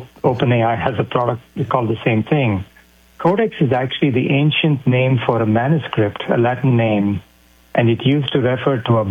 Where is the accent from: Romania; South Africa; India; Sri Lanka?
India; moved away as an adult; now in United States; So my own background, I grew up in India. I came to America for grad school.